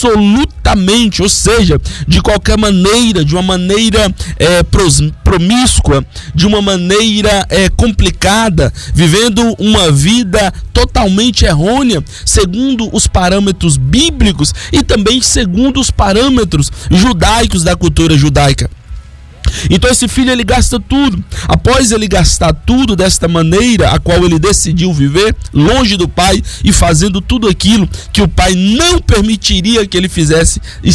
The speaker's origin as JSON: {"language": "Portuguese", "country": "Brazil", "said": "nós aqui como brasileiros"}